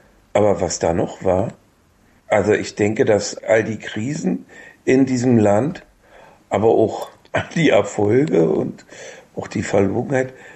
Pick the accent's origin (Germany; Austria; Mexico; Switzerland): Germany; bin ja auch Ossi, DDR-Bürger gewesen